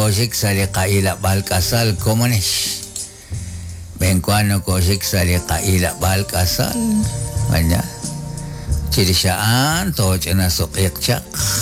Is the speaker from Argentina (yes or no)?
no; Guatemala; Espacio muy especial para nosotros como guatemalteco. Nuestro instrumento musical. Donde quiera que estemos, nos recuerda que somos chapín de corazón y chapín al 100%.